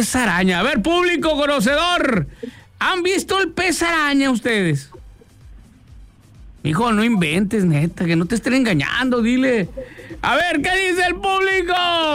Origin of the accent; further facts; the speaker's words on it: Guaymas, Sonora, Mexico; Y mira que soy de Guaymas